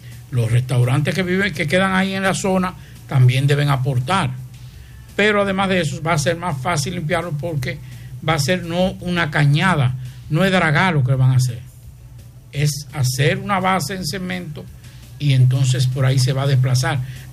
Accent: Santiago de los Caballeros, Santiago, Dominican Republic; soy santiaguero y vivo en Santiago.

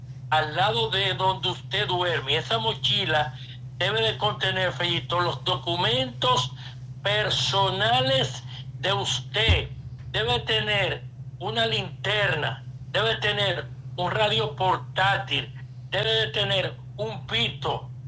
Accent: Santiago de los Caballeros, Santiago, Dominican Republic; Recuerden que yo soy Santiago de España, de Compostela, es Santiago de Chile, pero nosotros somos el primer Santiago de América.

